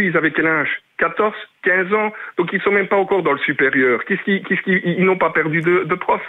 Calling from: Liège, Wallonia, Belgium; je suis liégeois

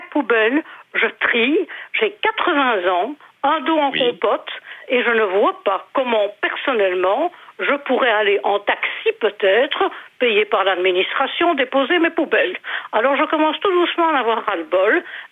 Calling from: Jette, Brussels-Capital Region, Belgium; moi, chez moi, à Jette

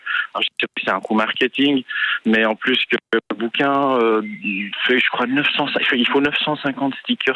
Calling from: Neder, France; la fête de la jeunesse qui était organisée chez nous à Neder

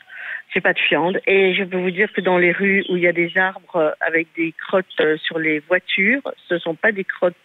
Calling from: Uccle, Brussels-Capital Region, Belgium; J'habite à Uccle

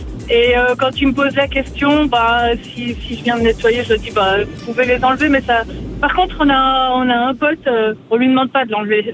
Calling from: Ciney, Wallonia, Belgium; Moi, je suis de la région de Ciney

